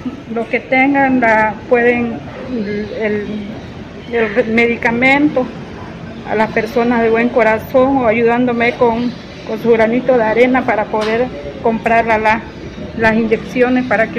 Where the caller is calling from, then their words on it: Exaltación, Beni, Bolivia; vengo de Exaltación hace desde el 4 de junio.